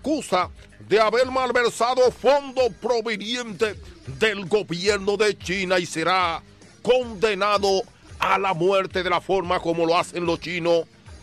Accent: Dominican Republic; now in United States; mi país, República Dominicana

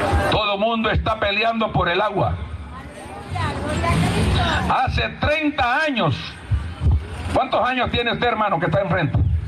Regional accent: Honduras; somos catrachos todos.

